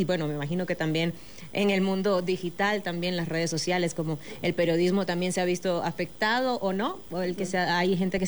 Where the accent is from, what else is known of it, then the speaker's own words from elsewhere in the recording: Venezuela; Yo, por ejemplo, soy venezolana